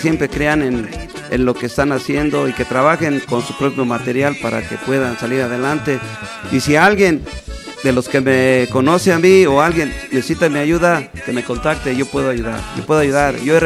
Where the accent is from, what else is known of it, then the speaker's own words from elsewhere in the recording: Michoacán, Mexico; Yo quiero hacer un dueto con grupos de aquí de mi Michoacán